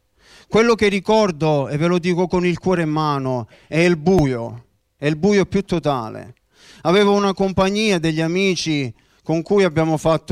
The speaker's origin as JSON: {"language": "Italian", "town": "Monte San Giacomo", "region": "Campania", "country": "Italy", "tie": "born there", "said": "sono nato a Monte San Giacomo e sono nato in una famiglia di cristiani evangelici."}